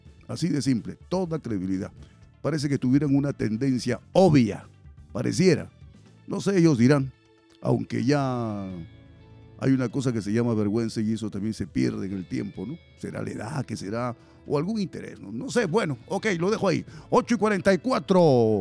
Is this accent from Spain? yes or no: no; Peru